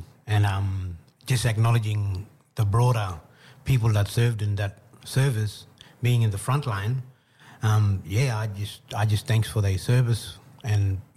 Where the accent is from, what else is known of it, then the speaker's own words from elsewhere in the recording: Western Australia, Australia; also born or lived in Derby; I'm from Derby. Grew up all around the Kimberley, and my mob, yeah, I'd basically say from all over the Kimberley.